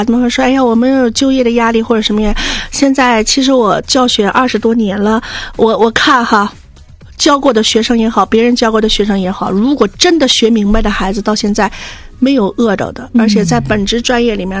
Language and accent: Chinese; Northeast China, China; 我们东北话叫狗狗肉，